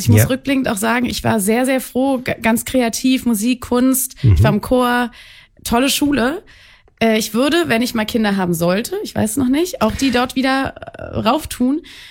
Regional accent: Berlin, Germany; ich bin in Berlin groß geworden

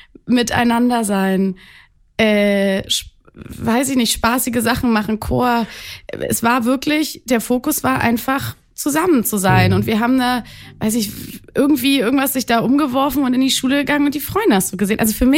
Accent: Berlin, Germany; CHB, Charlottenburg.

